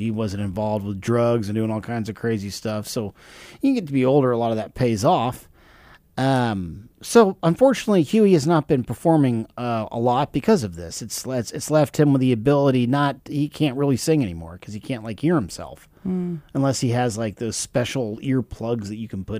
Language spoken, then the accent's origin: English; Orlando, Florida, United States; We were out riding around Orlando, my hometown.